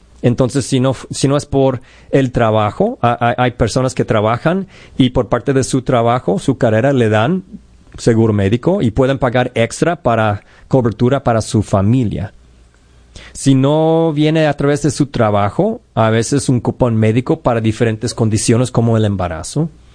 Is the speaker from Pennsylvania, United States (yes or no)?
no; Idaho, United States; Sí, porque yo nací en Idaho. Yo me crecí en Idaho. Yo sé ese estado muy bien. Tengo familia allá.